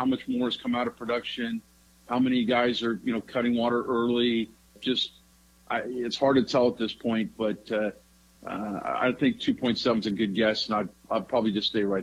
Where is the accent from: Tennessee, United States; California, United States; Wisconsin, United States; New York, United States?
California, United States; Los Angeles; born there; I was actually born in Los Angeles.